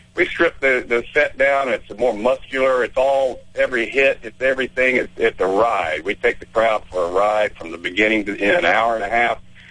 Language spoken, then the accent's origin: English; Jacksonville, Florida, United States; we came from Jacksonville, Florida, and it was a Navy town, so. When we were kids, we played sailors clubs.